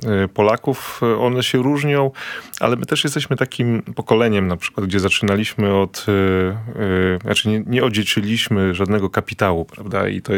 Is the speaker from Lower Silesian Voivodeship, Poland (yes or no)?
yes; Lower Silesian Voivodeship, Poland; ja pochodzę z Dolnego Śląska, tam wychowywałem się w otoczeniu rodzin górników